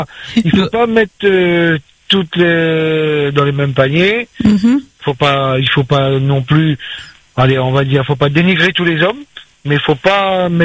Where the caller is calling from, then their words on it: Réunion; moi je suis de l'Est. Je suis entre Sainte-Rose et Saint-Benoît.